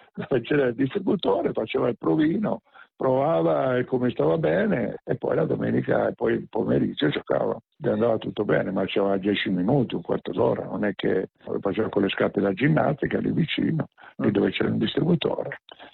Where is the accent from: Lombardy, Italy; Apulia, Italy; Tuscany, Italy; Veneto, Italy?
Tuscany, Italy; Sono originario della provincia di Pisa, mi mettono tutti Siena, ma io no, provincia di Pisa io